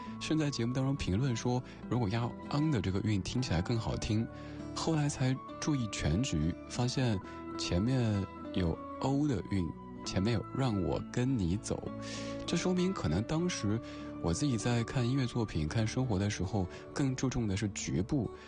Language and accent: Chinese; Chengdu, Sichuan, China; born there; now in Beijing, China; 我那个时候生活在成都，一座其实朝南朝北反正成天都是阴天多云的城市